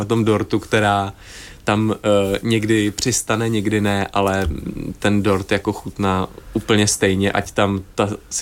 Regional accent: Havlíčkův Brod, Vysočina Region, Czechia; To je hrozně hezká otázka, protože se tam mimo jiné strašně rád vracím. Mám to tam fakt rád. A naskakuje mi samozřejmě moje základka.

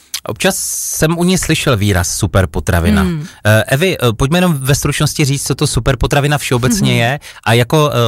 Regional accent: Opava, Moravian-Silesian Region, Czechia; já jsem jako z města, já jsem z Opavy, kde opravdu velký cukrovar je

